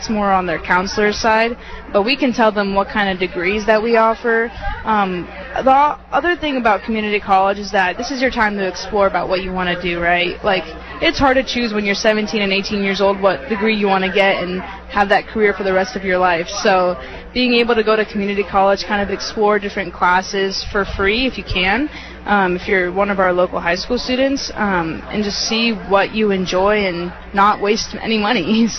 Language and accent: English; Rocklin, California, United States; So, I'm from Rockland. I work at the main campus.